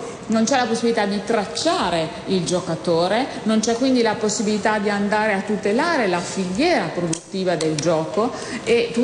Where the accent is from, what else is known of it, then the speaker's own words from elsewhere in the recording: Piacenza, Emilia-Romagna, Italy; io sono di Piacenza